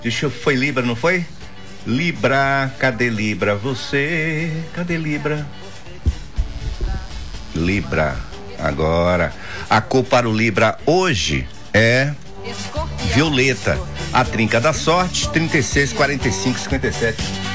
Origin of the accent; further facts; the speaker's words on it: Salvador, Bahia, Brazil; Eu sou baiano. Eu sou de Salvador